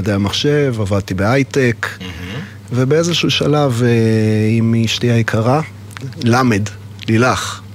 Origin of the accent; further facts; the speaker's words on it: Jerusalem, Jerusalem District, Israel; אז אני יליד ירושלים. את הרומן שלי עם צהל התחלתי בגיל 14. אני למדתי בפנימיה הצבאית בחיפה, בריאלי